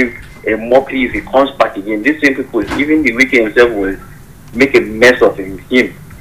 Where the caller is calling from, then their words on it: Jos, Plateau, Nigeria; From Jos.